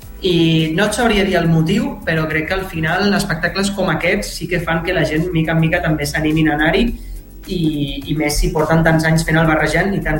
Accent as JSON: {"language": "Catalan", "town": "Sant Boi de Llobregat", "region": "Catalonia", "country": "Spain", "said": "som de Sant Boi, coneixem bastant tot el que es fa"}